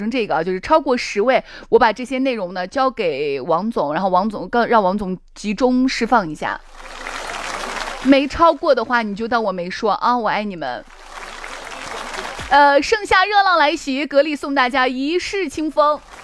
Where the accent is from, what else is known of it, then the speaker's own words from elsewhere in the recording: Chang'an County, Shaanxi, China; 我是长安县的啊，